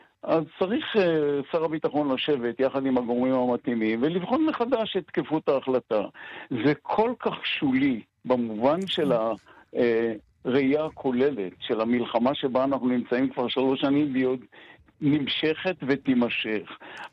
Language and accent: Hebrew; Ein Gev, Northern District, Israel; born there; also born or lived in Nov; אני נולדתי בקיבוץ עין גב, שהיה הקצה, השפיץ של ההזיה המשיחית של התיישבות בחלק המזרחי של הכנרת, מתחת לסורים, מתחת לאף שלהם.